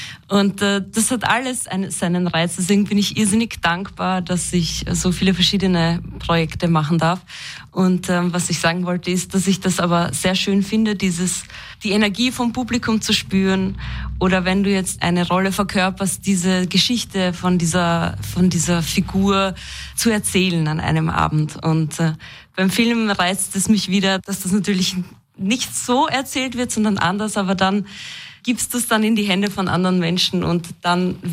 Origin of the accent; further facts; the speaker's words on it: Burgenland, Austria; natürlich ist für mich das Besondere als Burgenländerin in diesem burgenländischen Setting da mitwirken zu können. Und ich komme aus einem kleinen burgenländischen Dorf